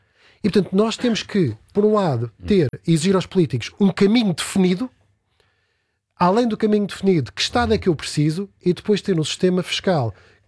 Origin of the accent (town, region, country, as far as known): Canada; born or raised there